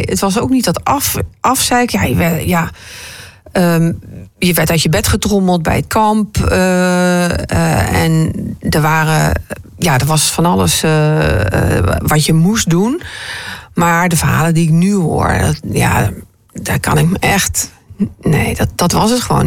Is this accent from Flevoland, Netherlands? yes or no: no; Arnhem, Gelderland, Netherlands; moved away as an adult; now in Groningen, Netherlands